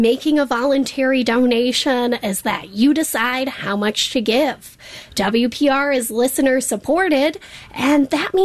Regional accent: Milwaukee, Wisconsin, United States; accent: Milwaukee; that was my Milwaukee accent coming out, born and raised there.

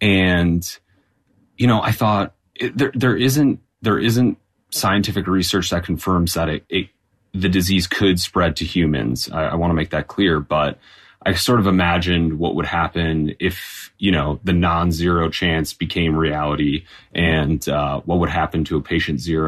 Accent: Wisconsin, United States; You know, as I mentioned, I'm from Wisconsin, and so as many Wisconsinites are, I am a hunter and a deer hunter

